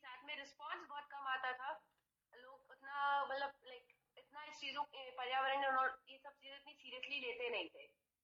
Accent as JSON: {"language": "Hindi", "town": "Kanpur", "region": "Uttar Pradesh", "country": "India", "lives_now": "Bacheli, India", "said": "और मैं छत्तीसगढ़ के दंतेवाड़ा जिले के बचेली नगर की निवासी हूँ। और मैं बेसिकली अभी गुरु घासीदास विश्वविद्यालय में बीटेक की फर्स्ट ईयर स्टूडेंट हूँ। और मैं बेसिकली तो मैं यूपी से बिलोंग करती हूँ, कानपुर से हूँ मैं"}